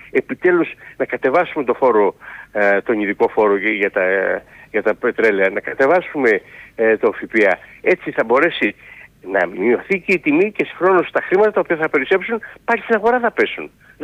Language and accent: Greek; Eastern Macedonia and Thrace, Greece; Έτσι λένε και στην πατρίδα μου επάνω στον Εύρο.